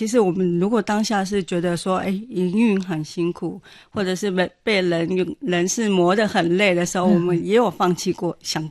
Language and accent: Chinese; Sihu, Yunlin County, Taiwan; 哦，我是云林人。